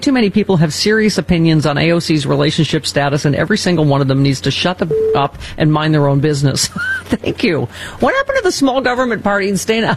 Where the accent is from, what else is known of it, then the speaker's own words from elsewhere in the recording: Lockport, New York, United States; moved away; She's up near where I'm from, Lackport.